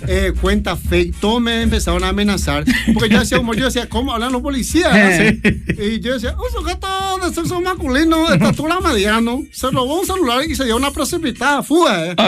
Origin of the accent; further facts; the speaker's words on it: Paraguay; also born or lived in Fernando de la Mora; now in San Lorenzo, Paraguay; yo soy vicuyense. Soy vicuyense, mamá villarriqueña. Papá vicuyense.